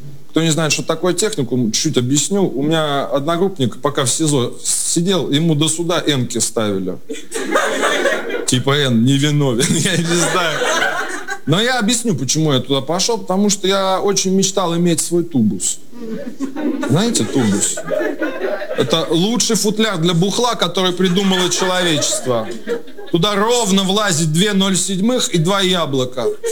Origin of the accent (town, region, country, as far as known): Kursk, Kursk Oblast, Russia